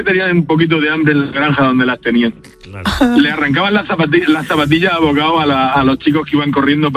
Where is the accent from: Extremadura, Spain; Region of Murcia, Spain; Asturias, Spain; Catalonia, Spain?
Region of Murcia, Spain; Las Torres de Cotillas; Pues yo soy un pueblo de Murcia, se llama Las Torres de Cotillas, un poco singular.